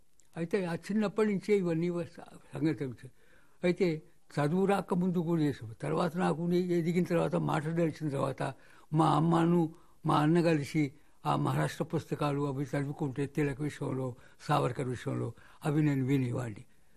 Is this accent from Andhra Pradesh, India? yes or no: no; Madikonda, Telangana, India; first language Marathi, Urdu and Telugu; also born or lived in Warangal; నా బాల్యం వరంగల్ పట్టణంలో పడి మొదలైంది కొద్ది ఆలస్యంగా, కానీ దగ్గర ఉన్నటువంటి మడికొండలో పడి నాకు పరిసరాల అవగాహన కలిగినప్పటి నుంచి మడికొండలో ఉన్నాను